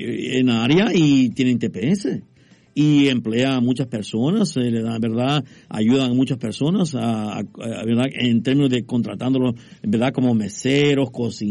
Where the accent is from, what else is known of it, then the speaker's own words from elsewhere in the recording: El Salvador; now in United States; puedo hablar por los salvadoreños porque soy salvadoreño